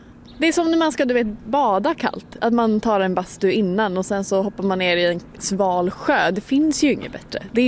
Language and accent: Swedish; Norrland, Sweden; Jag är ju från Norrland